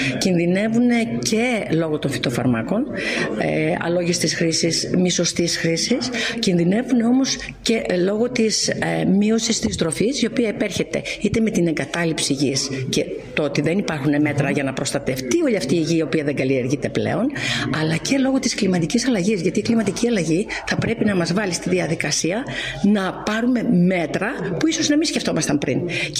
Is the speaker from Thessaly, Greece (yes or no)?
yes; Thessaly, Greece; Από τη Θεσσαλία, γιατί εγώ προέρχομαι από τη Θεσσαλία και το βλέπω στο χωριό μου